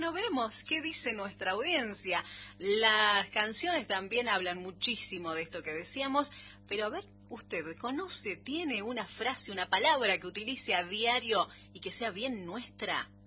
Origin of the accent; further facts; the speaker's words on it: Mendoza, Argentina; tenemos muchas palabras que solamente son de Mendoza